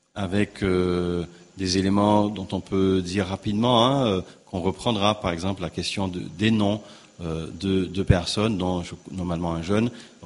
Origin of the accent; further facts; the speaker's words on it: Guadeloupe; certes, petit pays que nous sommes, petite île que nous sommes de la Guadeloupe, eh bien, nous prions pour la paix